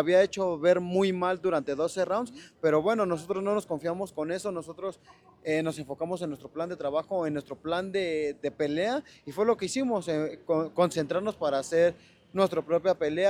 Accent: Mexico; nosotros somos mexicanos y por eso nos están poniendo en la élite del boxeo mexicano

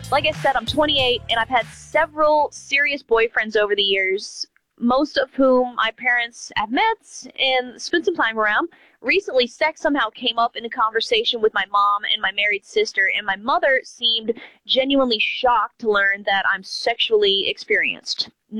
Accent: Chattanooga, Tennessee, United States; I grew up here in Chattanooga, and my dad has listened to KZ106 for years

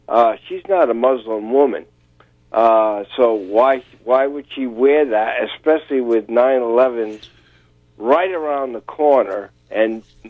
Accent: Danielson, Connecticut, United States; I have a very close friend that I grew up with here in Danielson

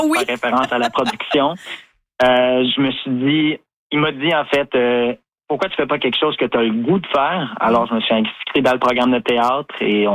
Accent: Shawinigan, Quebec, Canada; Mon temps en Mauricie. Donc, moi, j'ai grandi à Shawinigan, mais j'ai été au Collège Marie de l'Incarnation pendant mon secondaire.

